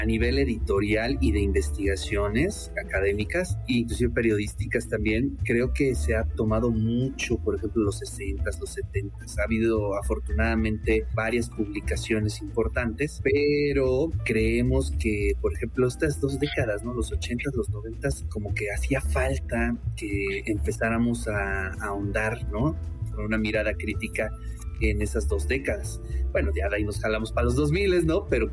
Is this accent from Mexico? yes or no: yes; Puebla, Mexico; yo soy de Puebla